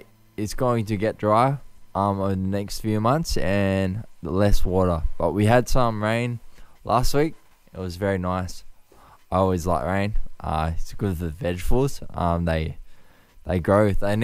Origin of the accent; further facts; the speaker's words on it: Australia; I am Australian, and just because we're in a spot of bother right now doesn't mean we should jump ship.